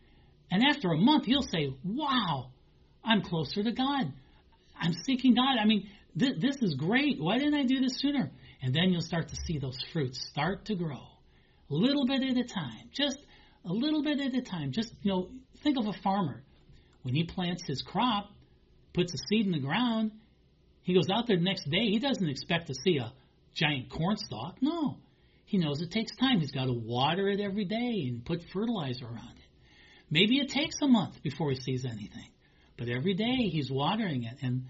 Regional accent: Chicago, Illinois, United States; I grew up in the Chicago area, Illinois, and boy, we had long winters.

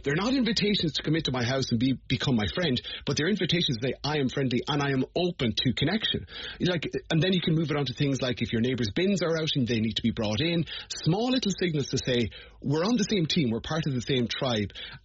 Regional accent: Ireland; And I think as Irish people, we have different concentric circles of, like, we will, I was talking about this recently

